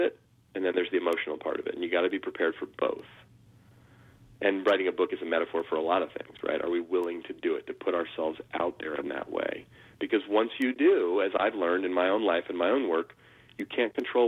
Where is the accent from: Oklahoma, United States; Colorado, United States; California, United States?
California, United States; Oakland; the house we grew up in Oakland.